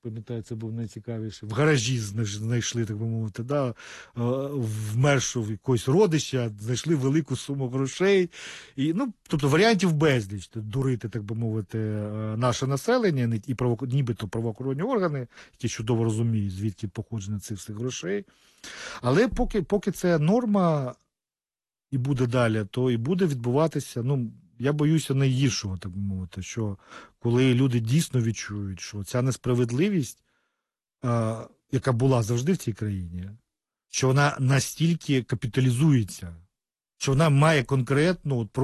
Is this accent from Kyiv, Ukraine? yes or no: yes; Kyiv, Ukraine; я сам з Подолу київського